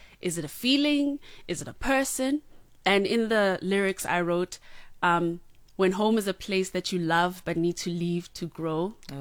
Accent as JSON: {"language": "English", "town": "Johannesburg", "region": "Gauteng", "country": "South Africa", "tie": "born or raised there", "said": "I grew up, born and bred in Johannesburg, and I've been singing since I was 3."}